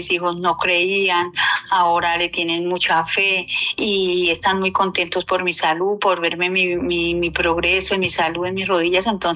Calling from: Puerto Boyacá, Boyacá, Colombia; Estoy llamando aquí de Puerto Boyacá.

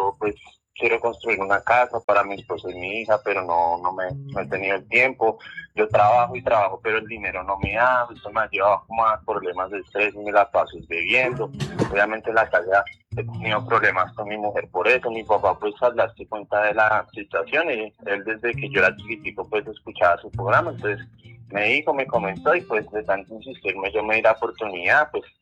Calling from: La Dorada, Caldas, Colombia; por acá lo llamo desde La Dorada.

